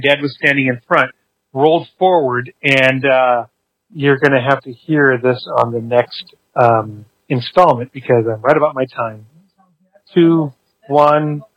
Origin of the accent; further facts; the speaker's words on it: Seattle, Washington, United States; Okay, so born and raised in Seattle